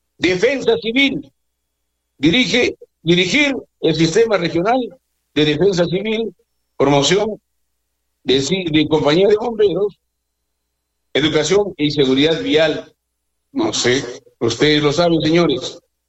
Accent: Arequipa, Peru; como arequipeños que somos, como characatos que somos

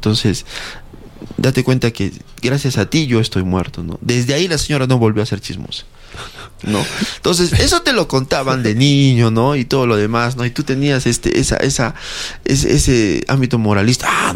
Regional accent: Arequipa, Peru; nosotros podamos seguir diciendo que somos arequipeños

